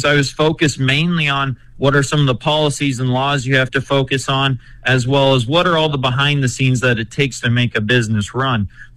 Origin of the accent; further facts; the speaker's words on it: Wisner, Nebraska, United States; So I grew up in Wisner, Nebraska on a livestock farm. We raised show pigs and poultry, and I still raise poultry and pigs to this day with my dad.